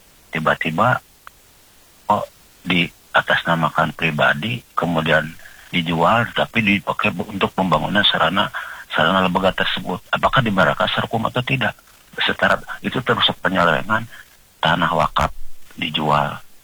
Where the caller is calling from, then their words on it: Bandung, West Java, Indonesia; Ini Pak, saya dari Bandung Timur ini Pak ya.